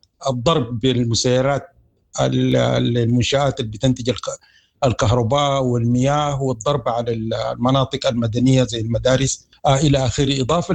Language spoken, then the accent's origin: Arabic; Sudan; في اليوم العالمي للعمل الإنساني من حقنا كسودانيين أنه نفتخر ونحن رافعين راسنا فوق